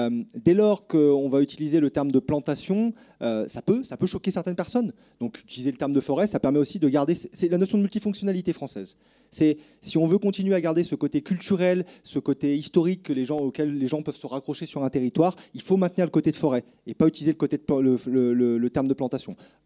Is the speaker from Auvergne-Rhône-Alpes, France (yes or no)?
yes; Lyon, Auvergne-Rhône-Alpes, France; Enfin, moi, je suis du Rhône à la base, hein, de Lyon, Grenoble juste à côté.